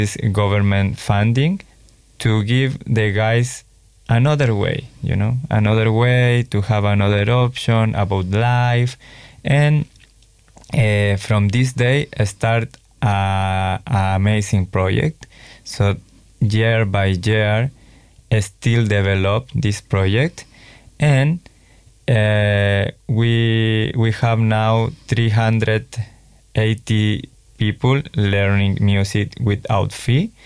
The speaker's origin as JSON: {"language": "English", "country": "Chile", "also_born_or_lived": "Germany", "second_language": "English", "moved": "as an adult", "lives_now": "Melbourne, Australia", "said": "I am from Chile. I am from Chile, and I left Chile around 8 years. So I went for first time to Germany to live there around 4.5 years."}